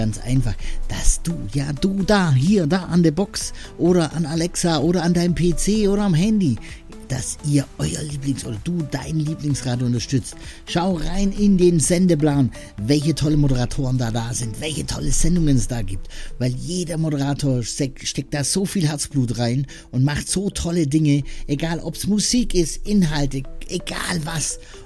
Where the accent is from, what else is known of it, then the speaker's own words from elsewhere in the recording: Swabia, Germany; Und das ich als Schwabe, gell?